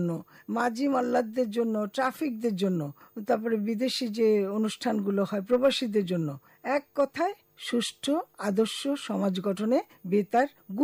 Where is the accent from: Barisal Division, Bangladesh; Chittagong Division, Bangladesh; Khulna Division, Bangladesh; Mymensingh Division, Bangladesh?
Chittagong Division, Bangladesh; Chittagong; moved away as an adult; also born or lived in Feni; now in Dhaka, Bangladesh; দেশের বাড়ি আমার ফেনী, কিন্তু আমি জন্ম থেকে বড় হয়েছি চিটং।